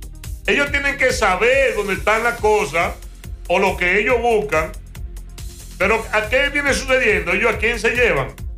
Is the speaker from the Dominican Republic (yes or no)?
yes; Dominican Republic; yo soy dominicano